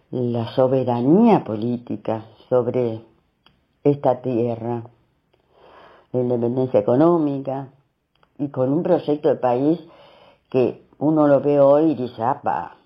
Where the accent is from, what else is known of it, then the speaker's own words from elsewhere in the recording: Argentina; somos argentinos